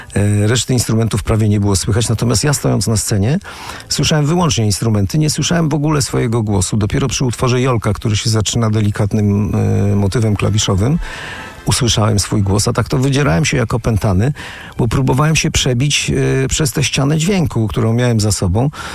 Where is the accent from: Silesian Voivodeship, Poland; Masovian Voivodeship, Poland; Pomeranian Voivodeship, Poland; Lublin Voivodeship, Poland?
Masovian Voivodeship, Poland; Warsaw; also born or lived in Łódź; bo studiowałem w Łodzi, ale jestem warszawiakiem i wróciłem do swojego rodzinnego miasta po studiach.